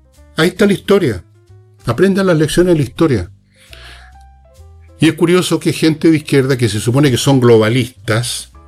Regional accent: Chile; Pero yo soy chileno. No menos chileno que esos señores de origen que cuyos tatarabuelos estaban aquí cuando llegaron los españoles.

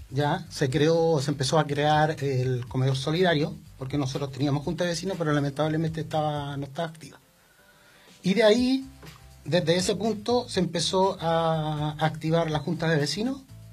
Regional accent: Valparaíso, Chile; Yo Puertas Negras lo conozco porque mi abuelita era de allá. Yo me crié prácticamente en Puertas Negras. Conozco todo ese sector. Ya, y como vecino

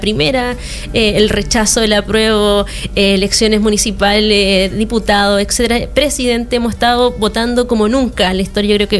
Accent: Chile; para nosotros como chilenos

